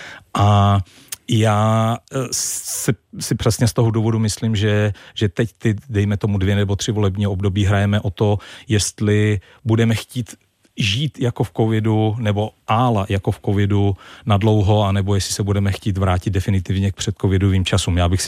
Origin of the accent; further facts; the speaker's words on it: Zlín, Zlín Region, Czechia; jako Zlíňák si pamatuju to Baťovo heslo, buď práci čest.